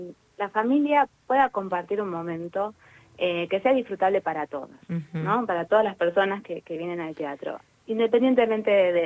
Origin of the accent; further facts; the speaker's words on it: Buenos Aires, Argentina; nosotros somos de Buenos Aires